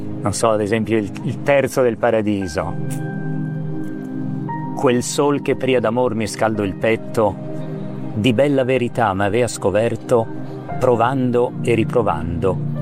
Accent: Milan, Lombardy, Italy; moved away as an adult; now in Trentino, Italy; Io sono nato a Milano nel 64. Cioè, ho vissuto tanti anni a Milano fino a 29 anni, poi mi sono trasferito in Trentino.

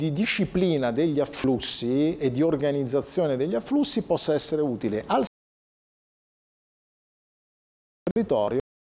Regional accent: Como, Lombardy, Italy; Io vengo da Como, dove c'è un brand molto affermato che è Lake Como.

